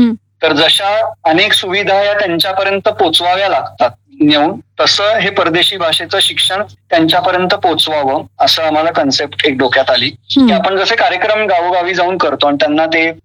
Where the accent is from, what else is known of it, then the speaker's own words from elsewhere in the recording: Pune, Maharashtra, India; also born or lived in Nashik; माझा जन्म नाशिकचा आहे, अशोक स्तंभावरचा। माझी आई नाशिकची आहे आणि माझा जन्म नाशिकचा आहे, पण मी वाढलो संपूर्ण पुण्यात, माझं शालेय शिक्षण कॉलेज सगळं पुण्यात झालं